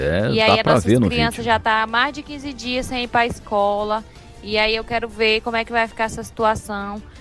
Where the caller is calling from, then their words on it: Iracema, Roraima, Brazil; Eu sou aqui da região de Iracema, da Vila de Campos Novos.